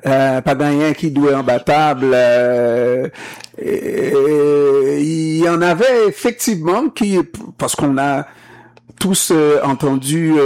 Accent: Haiti; Mais c'est ce que j'ai vu dans ma jeunesse en Haïti.

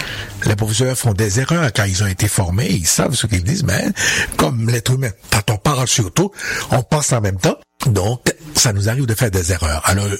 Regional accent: Haiti; Moi, je viens d'Haïti

